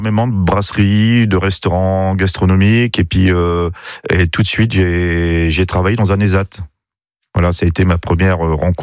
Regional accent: Bailleul, Hauts-de-France, France; also born or lived in Lille; je suis un vrai nordiste, un vrai ch'ti, et j'ai vécu à Bailleul depuis que je suis tout petit, je suis sur Bailleul.

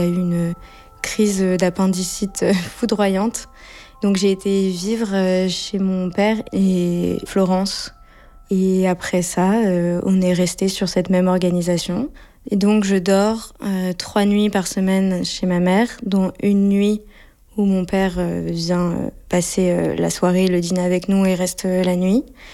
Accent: Paris, Île-de-France, France; moved away as an adult; now in Australia; Et là, je suis en France, à Paris, où j'ai grandi. Je suis rentrée pour voir ma famille.

